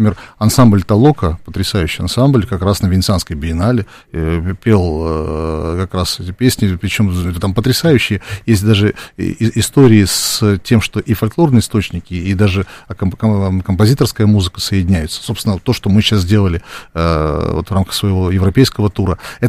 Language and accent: Russian; Siberia, Russia; now in Moscow, Russia; Давайте я скажу о себе, как я ехал из Сибири поступать в Москву, в Гнесинку